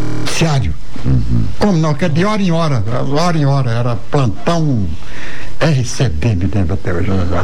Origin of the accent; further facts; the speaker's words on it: Northeast Region, Brazil; accent: nordestino (Northeastern); Tinha um sotaque bem nordestino, porque sou nordestino, né? Com muita honra, sou nordestino.